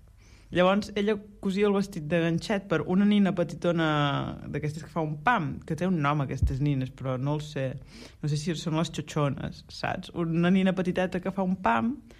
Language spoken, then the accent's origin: Catalan; Blancafort, Catalonia, Spain; tu ja saps que soc de Blancafort … modista de Blancafortina, poble de 400 habitants del Conca de Barberà